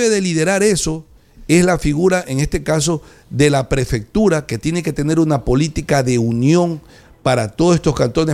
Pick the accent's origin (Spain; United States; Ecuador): Ecuador; Manabí; yo soy un manabita que defiende siempre y soy orgulloso de ser manabita. Siempre digo que soy una mezcla de muchas cosas porque nací en un cantón, me crié en otro, estudié en otro